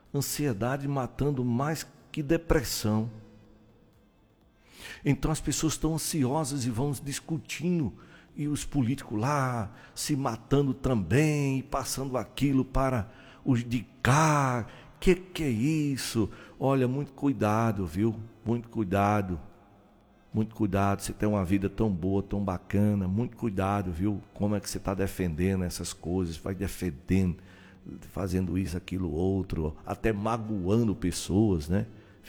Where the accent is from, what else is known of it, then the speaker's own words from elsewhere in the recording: Brazil; eu sou brasileiro